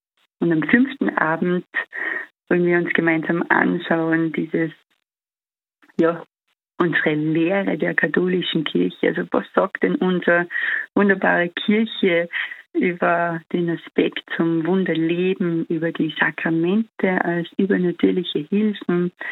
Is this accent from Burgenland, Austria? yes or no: no; Salzburg, Austria